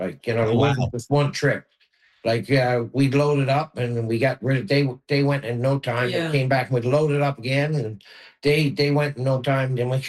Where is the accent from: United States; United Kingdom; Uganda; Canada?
Canada; Newfoundland and Labrador; moved away; also born or lived in Ontario; Well, I think it's, you know, in our nature, I think, just being a Newfoundlander.